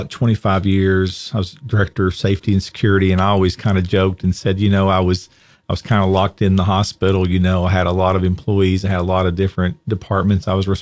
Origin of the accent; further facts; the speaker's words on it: Kentucky, United States; But I was born there, and you know, to be able to live here, and I was raised in Greenup County.